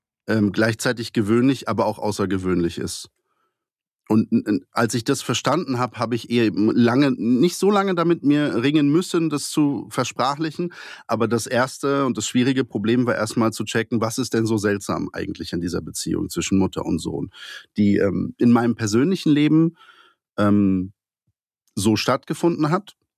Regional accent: eastern Poland, Poland; Und wir sind überhaupt nicht aus Schlesien, also wir kommen aus dem Osten, aus dem Osten, Osten, ja. Wir sind da, wo Mitteleuropa endet.

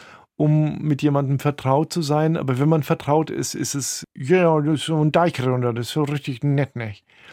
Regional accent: Southern Germany, Germany; Ich bin ja aus dem Süden Deutschlands

